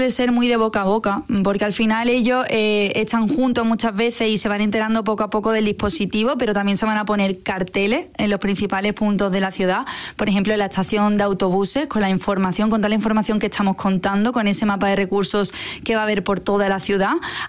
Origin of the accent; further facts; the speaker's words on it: Seville, Andalusia, Spain; now in Jaén, Spain; yo soy sevillana